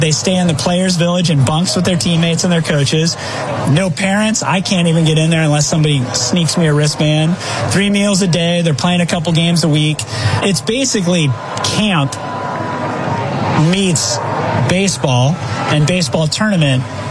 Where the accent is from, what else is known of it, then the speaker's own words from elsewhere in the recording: Whittier, California, United States; also born or lived in Englewood; You know, I was born in Englewood, raised in Whittier, so East LA. We were broke a couple times over